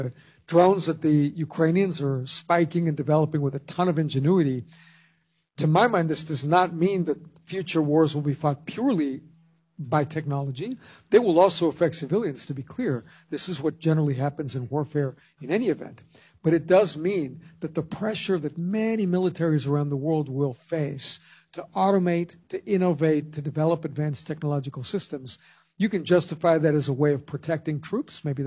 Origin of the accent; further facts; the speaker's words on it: California, United States; So in my home state of California in the early 1970s